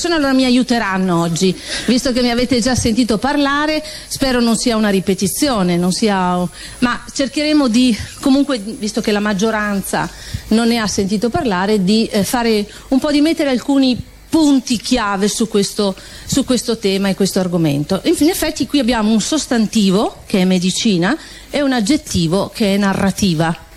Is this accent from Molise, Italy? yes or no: no; Castelfidardo, Marche, Italy; born there; now in Friuli-Venezia Giulia, Italy; sono di Castelfidardo, quindi sono nata a Castelfidardo, una mamma castellana